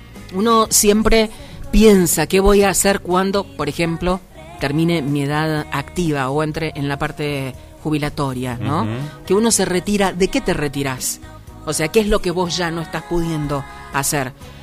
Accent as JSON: {"language": "Spanish", "region": "Mendoza", "country": "Argentina", "said": "Somos de Mendoza, Argentina"}